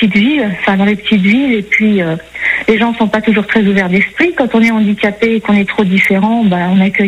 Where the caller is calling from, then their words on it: Niort, Nouvelle-Aquitaine, France; j'habite à Niort, dans une petite ville.